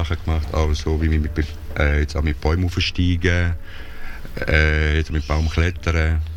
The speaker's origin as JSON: {"language": "German", "town": "Wittenbach", "region": "St. Gallen", "country": "Switzerland", "tie": "born there", "also_born_or_lived": "Zabern", "said": "Ich bin zuerst in Zabern aufgewachsen und dann später bin ich nach Wittenbach gezügelt und bin nachher dort noch fertig."}